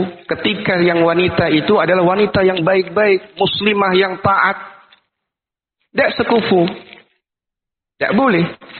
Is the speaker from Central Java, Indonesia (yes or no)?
no; Medan, North Sumatra, Indonesia; berarti tidak boleh bagi kita orang Medan nikah sama orang Arab.